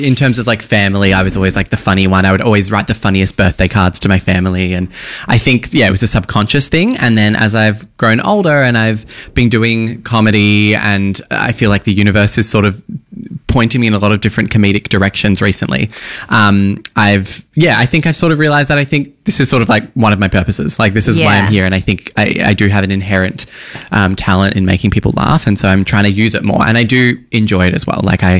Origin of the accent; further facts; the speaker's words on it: Adelaide, South Australia, Australia; I grew up in Adelaide.